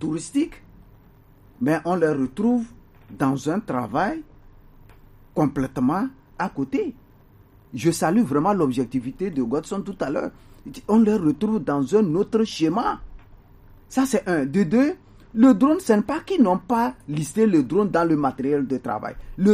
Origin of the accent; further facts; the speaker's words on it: Togo; nous, en tant que Togolais